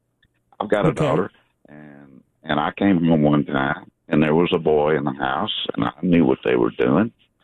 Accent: Huntsville, Alabama, United States; I'm an old Alabama boy. I'm from Huntsville, Alabama, and I grew up kind of in a gangster, rough neighborhood

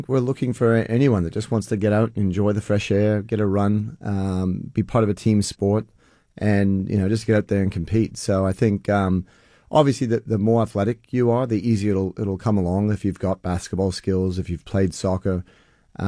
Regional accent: Australia; now in Sacramento, United States; Yeah, it's a really fun experience, I reckon, coming from Australia to see the passion that Americans have for the game

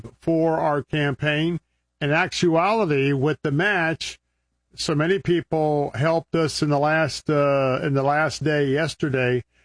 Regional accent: Tampa, Florida, United States; broadcasting from my hometown of Tampa, Florida.

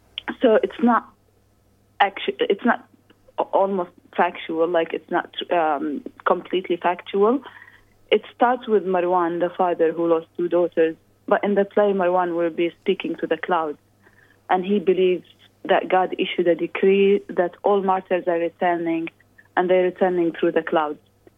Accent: Jordan; And me as a Palestinian who was born and raised in Jordan, I can't wait to return to my homeland.

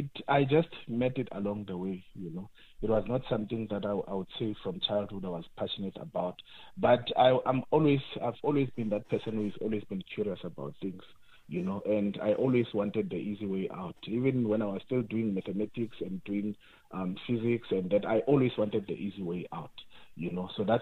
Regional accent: Limpopo, South Africa; I was born in Limpopo from a teenage mother, and we come from a place, a village, you know, and where there were not so much opportunities

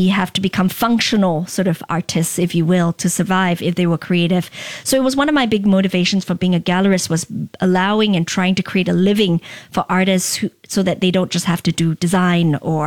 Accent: Singapore; And I think as a Singaporean, I think about that very much.

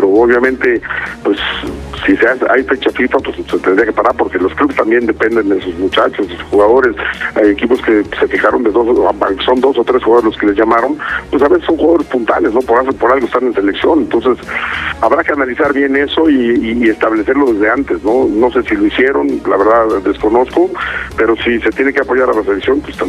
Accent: Mexico; quiero pelear por mi puesto como mexicano

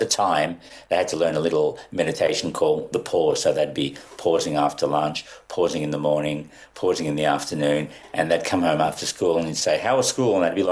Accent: Melbourne, Victoria, Australia; also born or lived in India; Grew up in Melbourne. We went straight to Melbourne to Moonee Ponds when I was 2.5 years old. I was the youngest of five. And then we eked out an existence in the suburbs of Melbourne

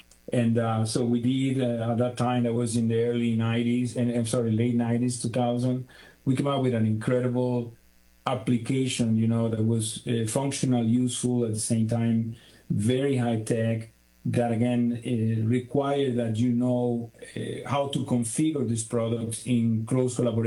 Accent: Venezuela; I grew up in Venezuela. I don't know if you're familiar. Well, nowadays it's in the news, but Venezuela is an incredible nature-driven country.

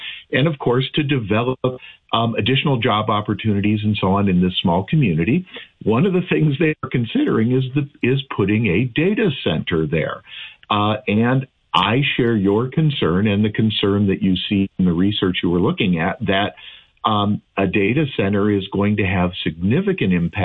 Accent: Ohio, United States; moved away; I'm originally from Northeastern Ohio. I think you knew that. And I still have, jointly owned with two of my brothers, a property in a small town right in the very northeastern corner of Ohio, right on Lake Erie

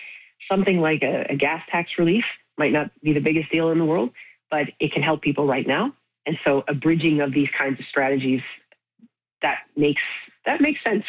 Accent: Cape Breton, Nova Scotia, Canada; and I'm from the East Coast too. I'm from Cape Breton. I'm used to living in a place where everybody kind of thinks you grow up and you leave.

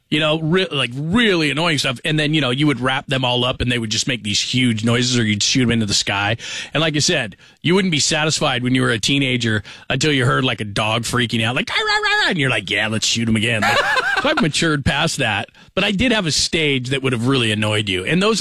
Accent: California, United States; I grew up in California, and so we would do it on our little block

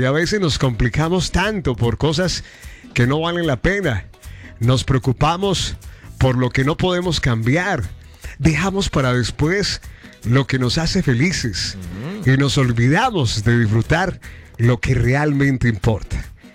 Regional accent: Colombia; sobre todo nosotros los colombianos

